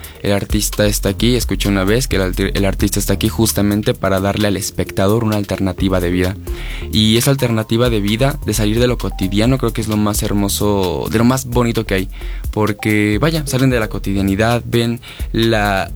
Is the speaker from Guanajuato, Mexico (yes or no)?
no; Cuautepec de Hinojosa, Hidalgo, Mexico; Vengo de Cuautepec, de Hinojosa, está a un lado de Tulancingo.